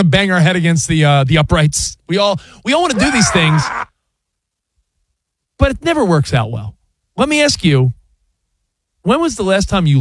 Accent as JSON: {"language": "English", "region": "New York", "country": "United States", "said": "I'm from New York. I knew a Caglioni."}